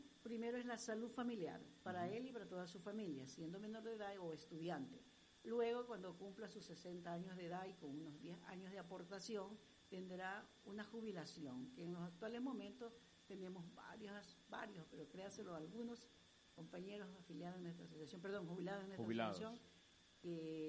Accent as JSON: {"language": "Spanish", "country": "Ecuador", "said": "Somos bien ecuatorianos"}